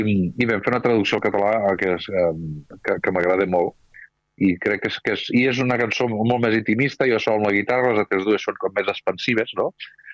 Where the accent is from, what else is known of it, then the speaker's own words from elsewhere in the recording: Catalonia, Spain; jo sóc de l'opinió que la meva pàtria és el Principat, però que la meva nació és la meva llengua